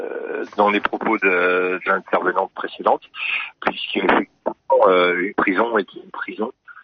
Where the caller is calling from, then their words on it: Saint-Étienne, Auvergne-Rhône-Alpes, France; Je vous appelle de Saint-Étienne, dans la Loire.